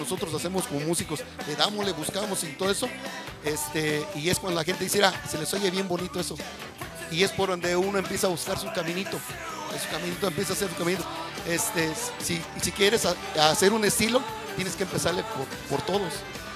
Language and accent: Spanish; Michoacán, Mexico